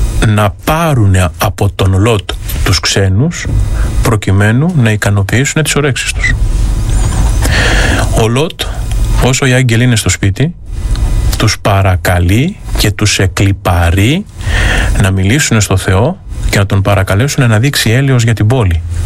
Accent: Greece; Εμείς ως Έλληνες

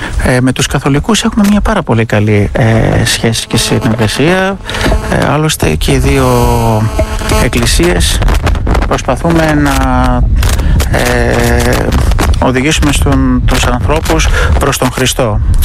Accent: Greece

